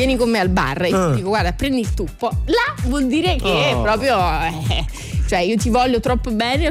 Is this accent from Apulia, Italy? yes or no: no; Catania, Sicily, Italy; io sono catanese, siciliana, proud Sicilian